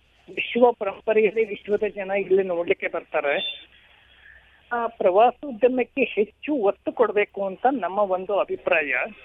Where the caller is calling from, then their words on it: Vijayapura, Karnataka, India; ಅದರಲ್ಲಿಗೂ ನಮ್ಮ ನಮ್ಮ ರಾಜ್ಯ, ಅದರಲ್ಲಿಗೂ ನಮ್ಮ ನಗರ ವಿಜಯಪುರ.